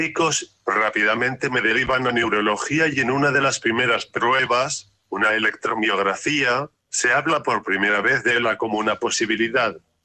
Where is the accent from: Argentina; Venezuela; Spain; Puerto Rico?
Spain; Castile and León; Estábamos de vacaciones en mi pueblo de Salamanca, y noté pérdida de fuerza en la mano izquierda partiendo un filete.